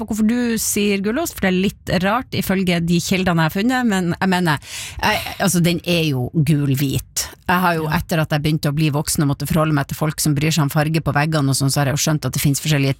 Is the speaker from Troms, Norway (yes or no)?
yes; Tromsø, Troms, Norway; Og det er fordi at jeg vokste opp i Tromsø, og der sier de hvitost